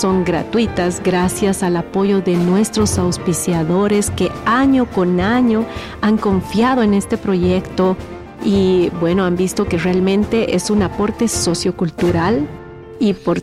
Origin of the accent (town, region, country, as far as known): El Salvador